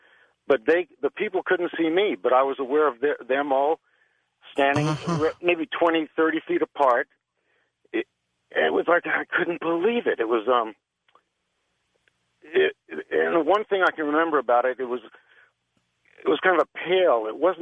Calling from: Los Angeles, California, United States; calling from Los Angeles.

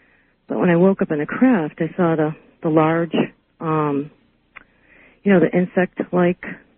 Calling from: New York, United States; Hi, I'm calling from New York.

